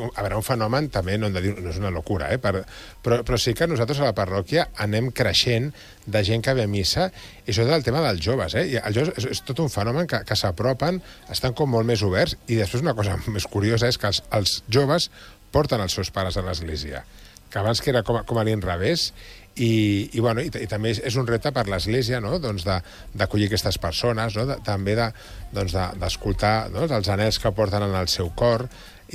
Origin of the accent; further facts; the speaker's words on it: L'Hospitalet de Llobregat, Catalonia, Spain; Jo soc d'Hospitalet, no? Ja l'hi deia abans a la Carme, no? I un punt flamenquillo d'Hospitalet també el porto.